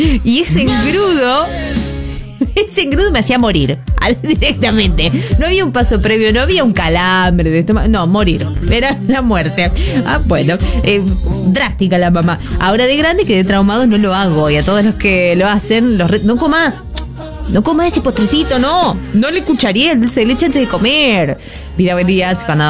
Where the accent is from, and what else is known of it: Totoras, Santa Fe, Argentina